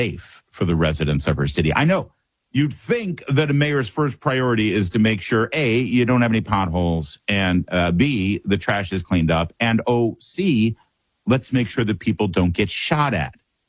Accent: Detroit, Michigan, United States; Well, I've lived in a lot of places in this country. You try up growing up in Detroit. You try growing up as a Lions fan.

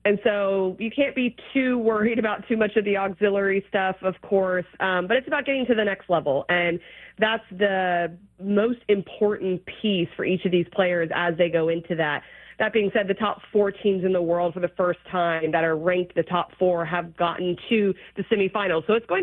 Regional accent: Dallas, Texas, United States; also born or lived in Colorado; I actually, by the time I started playing soccer, grew up in Dallas. I was born in Colorado, and I was lucky in Dallas because there was so many good local high-level teams

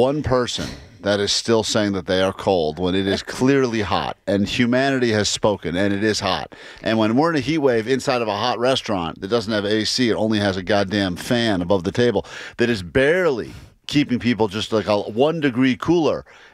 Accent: East Coast, United States; I mean, I guess I grew up in humidity on the East Coast

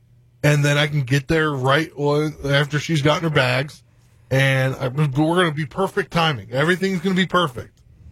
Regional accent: East Coast, United States; moved away; I'm from the East Coast.

